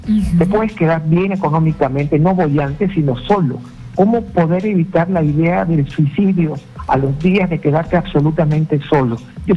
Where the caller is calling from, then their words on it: Lima, Peru; Carla, yo te estoy llamando desde Surco, límite con Miraflores.